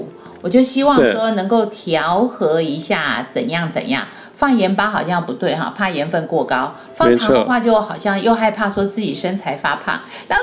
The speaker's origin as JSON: {"language": "Chinese", "country": "Taiwan", "said": "我们台湾人"}